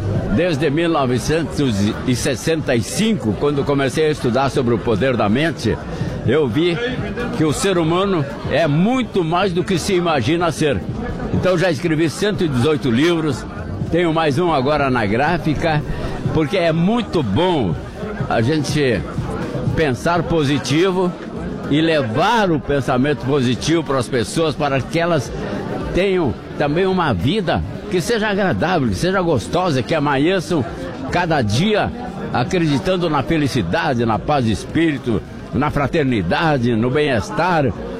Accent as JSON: {"language": "Portuguese", "town": "Santa Maria", "region": "Rio Grande do Sul", "country": "Brazil", "tie": "born there", "said": "Pois eu nasci em Santa Maria e tenho um carinho muito especial por essa cidade."}